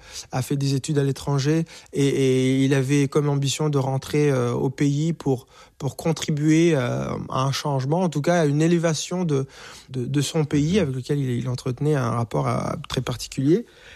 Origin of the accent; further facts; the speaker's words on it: Rwanda; now in Canada; on me disait, tu viens d'où? Je suis d'origine rwandaise, étais-tu là pendant le génocide? Oui, mais ma famille va bien, elle est quelque part en Allemagne, ou elle est avec moi au Canada